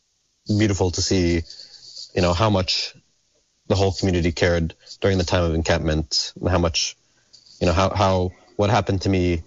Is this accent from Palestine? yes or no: yes; Palestine; now in United States; We growing up in Palestine, we all experience what it's like to be Palestinian, and we also experience what it was like to be Palestinian in the United States.